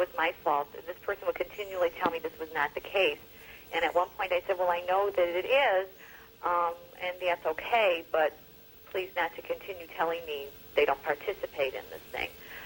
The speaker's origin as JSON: {"language": "English", "town": "Chicago", "region": "Illinois", "country": "United States"}